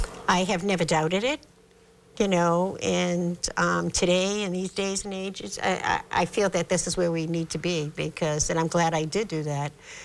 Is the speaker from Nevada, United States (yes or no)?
no; Boston, Massachusetts, United States; I was born and raised in South Boston. Okay. I was from the D Street Project, which I'm very proud of. Mm. And my mother was an immigrant from Galway, Ireland, on the Aran Islands.